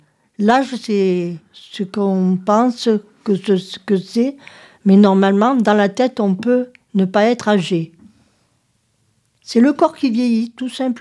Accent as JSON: {"language": "French", "region": "Southern France", "country": "France", "accent": "Midi", "said": "tu as vu, j'ai l'accent du midi."}